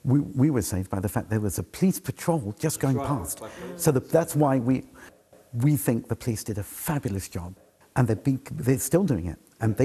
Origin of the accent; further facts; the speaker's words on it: United Kingdom; because I'm British, I've been brought up in this country